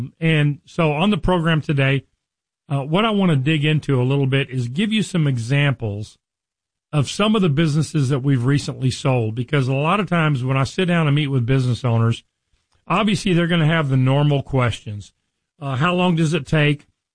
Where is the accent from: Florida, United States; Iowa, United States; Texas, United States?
Texas, United States; Richardson; born or raised there